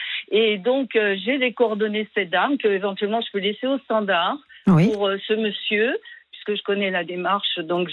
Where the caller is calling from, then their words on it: Sarlat-la-Canéda, Nouvelle-Aquitaine, France; moi je suis de Sarlat